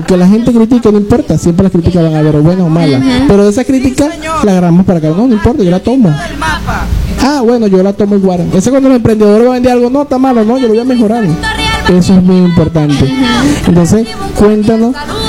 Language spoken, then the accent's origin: Spanish; Venezuela; Nosotros venezolanos somos guerreros, somos gente venezolana que estamos preparados para todo.